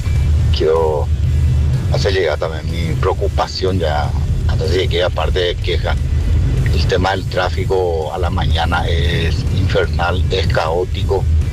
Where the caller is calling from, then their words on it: Luque, Central, Paraguay; Yo vivo en Luque y estoy en un barrio que está a 5 kilómetros del centro de Luque